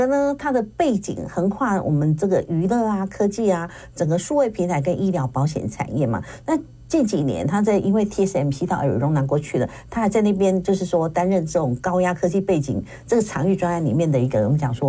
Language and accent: Chinese; Taiwan; 我们在亚利桑那台湾人